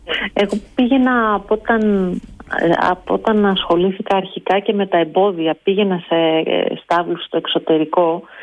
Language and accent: Greek; Ioannina, Epirus, Greece; είμαι από τα Γιάννενα, οπότε το χωριό του παππού μου ήταν η Δοδόνη.